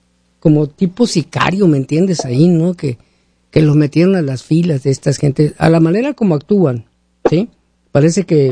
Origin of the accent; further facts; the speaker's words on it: Venezuela; Somos venezolanos, somos, vamos a decirlo, libres y soberanos.